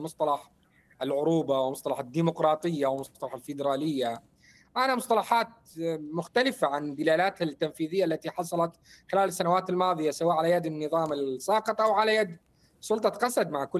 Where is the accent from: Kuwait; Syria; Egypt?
Syria; Al-Hasakah Governorate; من الحسكة